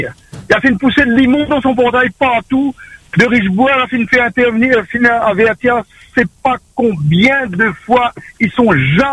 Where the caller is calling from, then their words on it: Saint-Leu, Réunion; Moi, j'habite Saint-Leu.